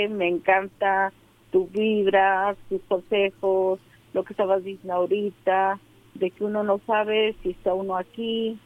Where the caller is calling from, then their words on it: Puebla, Mexico; De aquí, de Puebla, de la colonia José María Morelos.